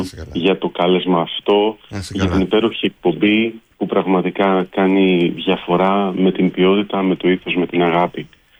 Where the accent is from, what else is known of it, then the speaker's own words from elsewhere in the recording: Epirus, Greece; Η καταγωγή είναι από τα ορεινά της Ηπείρου, από ένα χωριό από τα ορεινά της Άρτας.